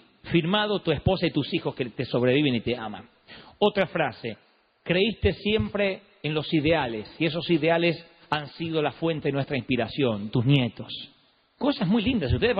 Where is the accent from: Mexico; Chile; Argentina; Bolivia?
Argentina; yo soy de la Argentina de los 70, la Argentina donde el 99% éramos todos pobres.